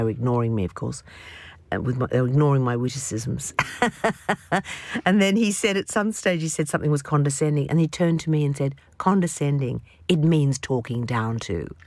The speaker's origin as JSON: {"language": "English", "country": "Australia", "said": "They saw us as the Irish of the Pacific, a kind of recessive gene."}